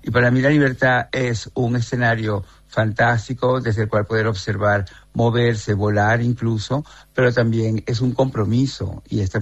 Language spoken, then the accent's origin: Spanish; Caracas, Capital District, Venezuela; moved away as an adult; now in Spain; yo también dejé mi ciudad de origen, Caracas, que puede considerarse una ciudad no rural, porque es una ciudad muy urbana, muy muy urbana, también es una capital petrolera